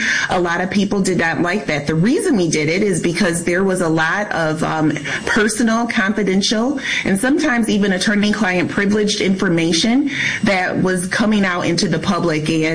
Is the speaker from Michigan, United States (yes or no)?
yes; Muskegon, Michigan, United States; I'm from Muskegon, Michigan.